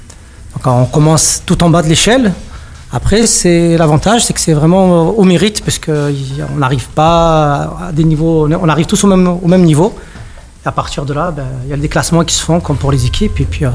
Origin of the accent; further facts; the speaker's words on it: Toulon, Provence-Alpes-Côte d'Azur, France; je suis de Toulon, j'ai 41 ans depuis une dizaine de jours.